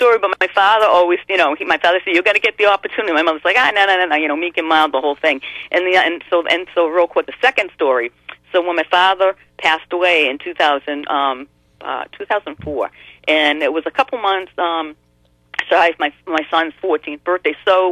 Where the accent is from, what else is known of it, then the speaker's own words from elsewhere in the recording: Webster, Massachusetts, United States; And it was on the news the next day, because I'm from Webster. WSO was in Southbridge, and it was on the radio the next day.